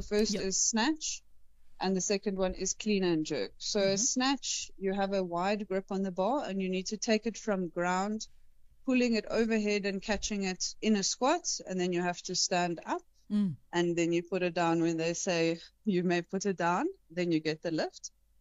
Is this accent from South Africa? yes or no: yes; South Africa; I am a South African fashion designer